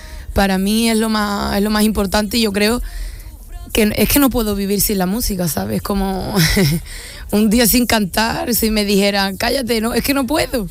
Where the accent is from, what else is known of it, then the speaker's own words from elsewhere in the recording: La Antilla, Andalusia, Spain; also born or lived in Isla Cristina; Yo vengo de Isla Cristina, me he criado en La Antilla y en La Barriada, que es donde se ha hecho el videoclip.